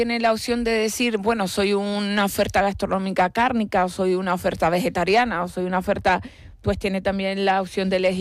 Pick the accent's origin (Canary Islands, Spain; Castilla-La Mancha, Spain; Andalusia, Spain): Canary Islands, Spain; nos hacemos la foto de que somos canarios